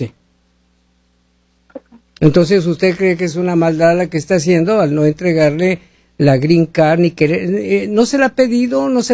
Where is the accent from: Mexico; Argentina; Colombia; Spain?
Mexico; now in United States; cometí el error de agarrar asilo como guatemalteco. Yo soy mexicano. Ahora estoy por casarme con una ciudadana.